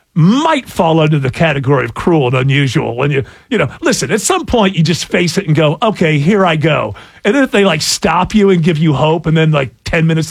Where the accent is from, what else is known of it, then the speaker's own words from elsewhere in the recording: England, United Kingdom; You know what? I'm English, so I know 34 people named Nigel.